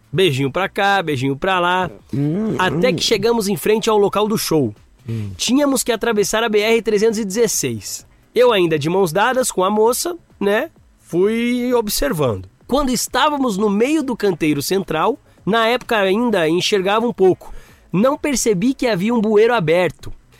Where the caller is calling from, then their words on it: Belém, Pará, Brazil; sou deficiente visual e falo de Belém do Pará.